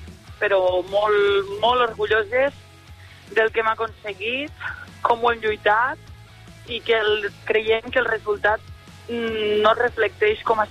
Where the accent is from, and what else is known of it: Catalonia, Spain